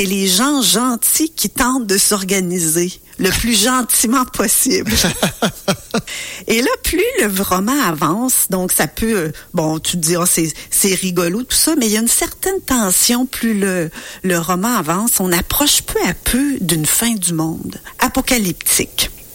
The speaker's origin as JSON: {"language": "French", "region": "Quebec", "country": "Canada"}